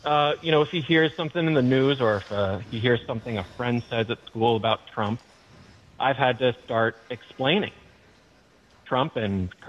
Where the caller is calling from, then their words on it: Medfield, Massachusetts, United States; I'm in Medfield and a long-time listener, first-time caller.